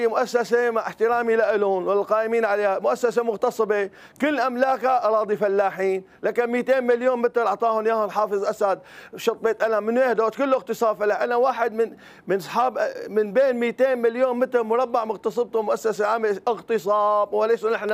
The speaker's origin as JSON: {"language": "Arabic", "country": "Syria", "said": "كل سورية أرضي"}